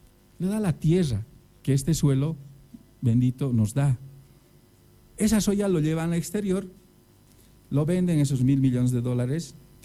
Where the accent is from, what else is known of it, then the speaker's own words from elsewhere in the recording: Bolivia; nosotros como bolivianos